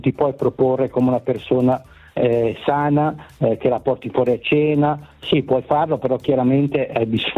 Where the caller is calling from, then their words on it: Milan, Lombardy, Italy; Da Milano.